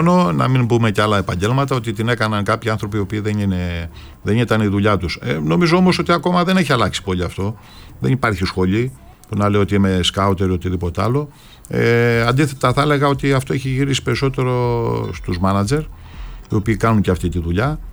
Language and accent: Greek; Greece; Εγώ σαν Έλληνας προπονητής